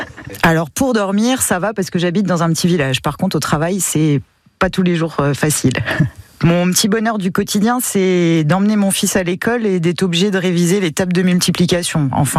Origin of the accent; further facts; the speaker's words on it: Chancenay, Grand Est, France; Je suis de Chancenay dans la Haute-Marne.